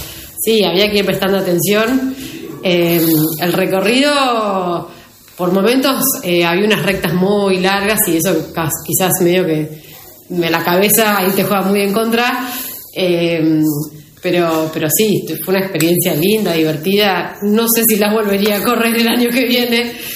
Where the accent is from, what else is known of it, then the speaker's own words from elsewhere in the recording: Buenos Aires, Argentina; moved away as an adult; now in Bolívar, Argentina; yo soy de Capital, nací allá y criada allá, y hace 15 años más o menos vivo acá en Bolívar.